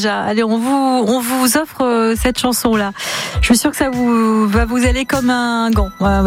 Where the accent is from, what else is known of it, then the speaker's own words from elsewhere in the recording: Grand Est, France; Oui, je suis de la Lorraine. Et oui, le pays de la mirabelle.